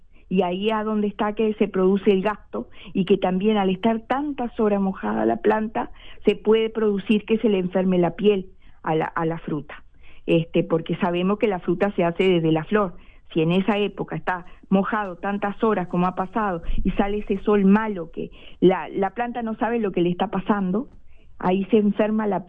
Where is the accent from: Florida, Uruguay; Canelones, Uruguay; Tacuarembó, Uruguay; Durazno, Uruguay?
Canelones, Uruguay; porque con orgullo soy canaria